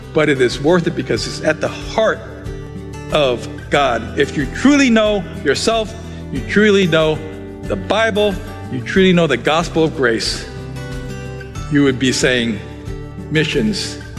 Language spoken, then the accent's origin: English; South Korea; I mean, I'm speaking as a Korean, sorry. As an American, well, I don't need to tell of the evils of the world